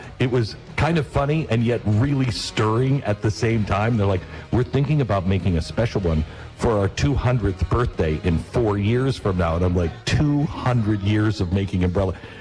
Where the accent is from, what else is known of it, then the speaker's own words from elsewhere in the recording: United States; Let me tell you, other countries suck. I am so glad that I'm an American